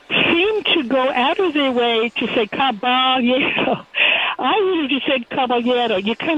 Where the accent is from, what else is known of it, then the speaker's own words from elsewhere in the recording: New York, United States; the Bronx Zoo, my hometown